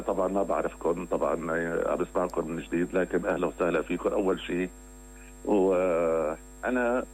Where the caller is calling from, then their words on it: Aleppo, Aleppo Governorate, Syria; من حلب. مستمع قديم جدا جدا جدا.